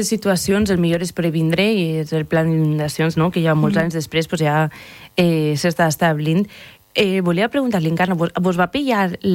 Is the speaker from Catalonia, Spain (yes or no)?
no; Xeraco, Valencian Community, Spain; en el 96 no havia nascut encara, però jo soc de Xeraco